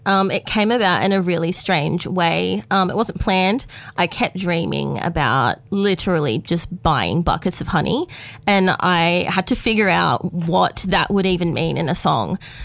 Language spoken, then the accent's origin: English; Grafton, New South Wales, Australia; also born or lived in Sydney / Gold Coast; now in Lismore, Australia; Yeah, so I was born and raised in Grafton. Moved to Sydney for a bit for uni, but then I've stayed in between the Gold Coast and now I'm based in Lismore.